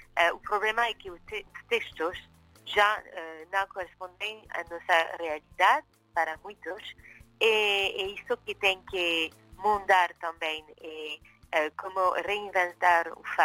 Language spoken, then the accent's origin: Portuguese; France; accent: French; first language French; Portuguese is a second language; tem um sotaque francês, mas tem o fado.